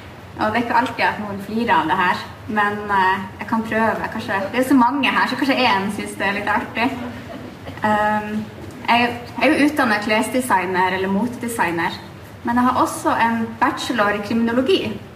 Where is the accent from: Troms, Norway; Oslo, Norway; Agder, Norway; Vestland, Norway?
Troms, Norway; Kåfjord; Jeg er klesdesigner og tekstilkunstner, og jeg kommer fra Kåfjord i Nord-Troms.